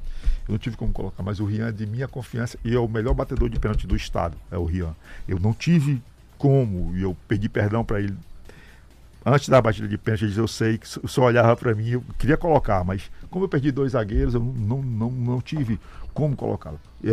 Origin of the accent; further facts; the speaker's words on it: Alto Alegre, Brazil; Eu nasci em Alto Alegre, vivi parte da minha vida em Alto Alegre.